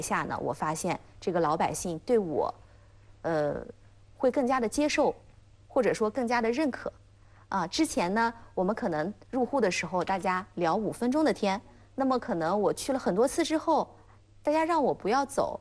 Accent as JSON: {"language": "Chinese", "town": "Chuzhou", "region": "Anhui", "country": "China", "tie": "born or raised there", "said": "我是皖东的。"}